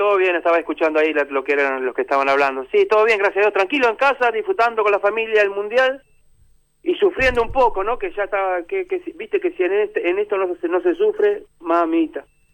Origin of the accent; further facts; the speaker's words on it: Argentina; nosotros como argentinos nunca estamos conformes.